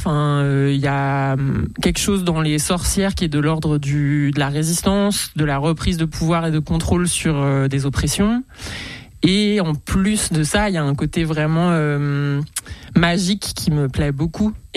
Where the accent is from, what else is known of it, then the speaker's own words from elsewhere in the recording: Lyon, Auvergne-Rhône-Alpes, France; Et ouais, voilà, on vient de Lyon.